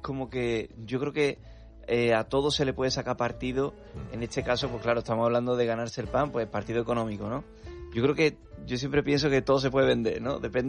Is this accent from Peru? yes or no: no; Utrera, Andalusia, Spain; de mi tierra, ¿no? De Utrera